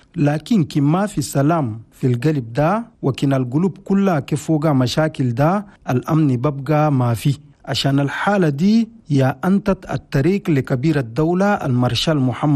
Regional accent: Chad; بلدنا تشاد تعرف قيمة هنا السلام عشان البلد عاشت في كثير من المشاكل.

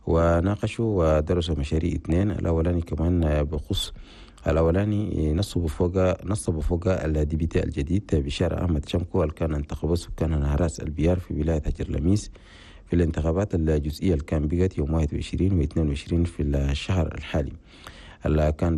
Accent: Chad; بلدنا تشاد

